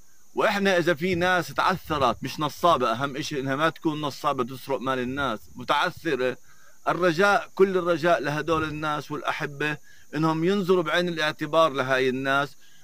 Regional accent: Nablus, West Bank, Palestine; أنا أول إشي من نابلس من جبل النار

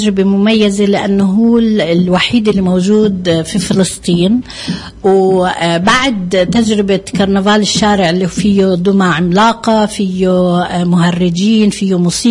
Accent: Palestine; عندنا في فلسطين

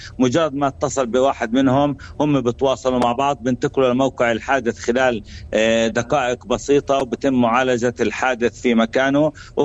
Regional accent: Palestine; احنا كفلسطينيين

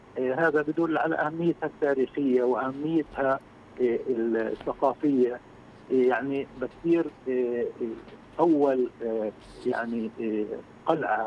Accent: Palestine; إحنا كفلسطينيين

